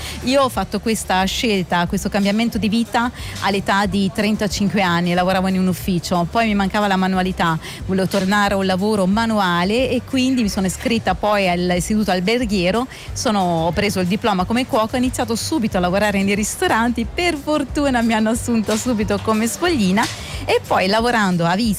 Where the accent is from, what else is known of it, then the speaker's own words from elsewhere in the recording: Ancona, Marche, Italy; Io vengo da Ancona, sono marchigiana, sono cuoca dell'alleanza Slow Food